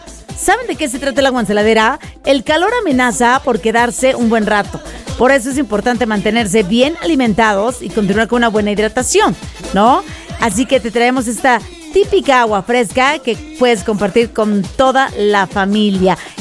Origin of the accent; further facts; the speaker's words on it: Mazatlán, Sinaloa, Mexico; hemos alcanzado tan solo en mi tierra, en Mazatlán, Sinaloa, unas temperaturas